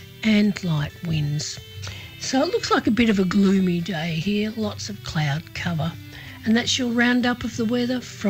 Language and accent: English; Horsham, Victoria, Australia; coming to you from my hometown of Horsham in Western Victoria.